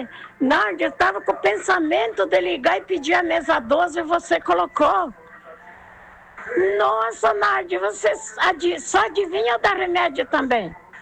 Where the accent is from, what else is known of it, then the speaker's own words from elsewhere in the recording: Concórdia, Santa Catarina, Brazil; born there; aniversário da cidade que eu amo, cidade de Concórdia, onde eu nasci.